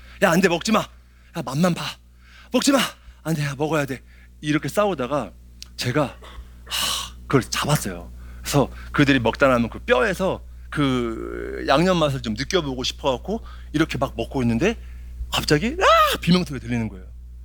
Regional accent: Seoul, South Korea; 저는 이제 그 당시 때 이태원이라는 동네에 살았어요. 어릴 때부터. 근데 소위 좀 어려운 친구들, 가난한 사람들이 많이 살고 좀 위험한 우범지대였어요.

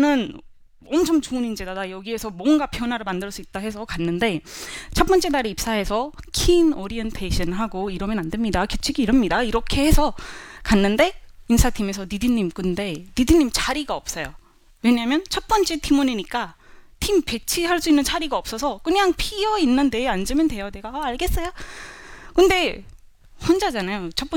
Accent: India; Korean is a second language; moved away as an adult; now in South Korea; 인도에서 온

